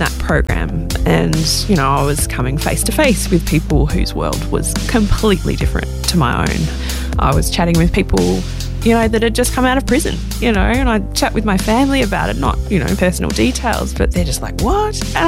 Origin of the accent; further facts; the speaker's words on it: Melbourne, Victoria, Australia; I was born and raised in Berwick, so southeastern suburbs of Melbourne.